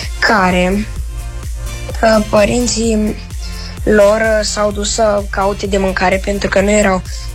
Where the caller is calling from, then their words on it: Bucharest, Romania; din București și am 10 ani